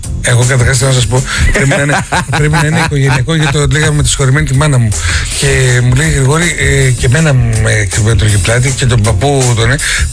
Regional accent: Greece; εμείς σαν Έλληνες την έχουμε ξεκινήσει αυτή την τεχνική εδώ και πάρα πολλά χρόνια

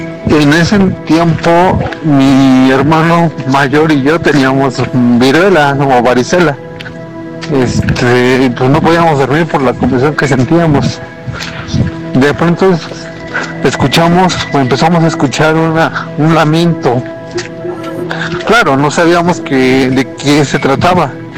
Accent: Pachuca, Hidalgo, Mexico; soy de Pachuca Hidalgo

